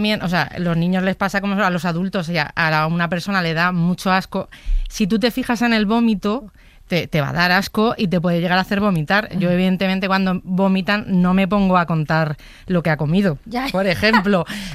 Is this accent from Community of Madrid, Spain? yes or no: yes; Madrid, Community of Madrid, Spain; Y porque soy de Madrid.